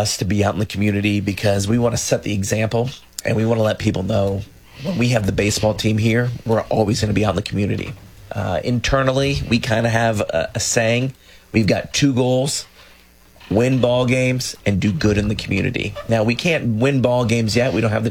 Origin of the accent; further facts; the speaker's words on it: Orlando, Florida, United States; we are all from Orlando. We all grew up here. It still feels small to us.